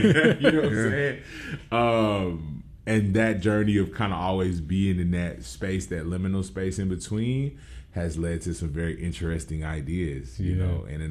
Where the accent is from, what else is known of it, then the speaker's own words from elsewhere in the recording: Memphis, Tennessee, United States; So I'm definitely from Memphis. I'm from the Haven, Ferronia Square, share the fence with Pepper Tree.